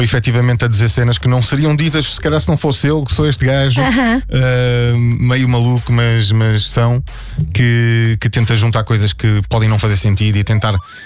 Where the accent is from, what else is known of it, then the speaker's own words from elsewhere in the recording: Lisbon, Portugal; É a cidade onde eu nasci, é Lisboa.